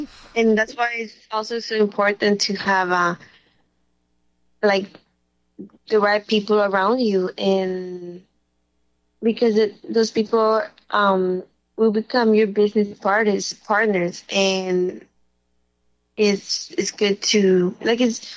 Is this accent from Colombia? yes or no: yes; Colombia; And I'm really excited because we're from Colombia, and it's like a very Colombian reggaeton, very authentic.